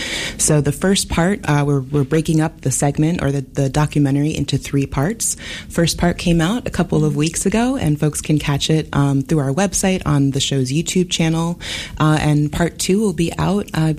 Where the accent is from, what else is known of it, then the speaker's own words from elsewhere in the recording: Brooklyn, New York, United States; being someone from born and raised in Brooklyn in New York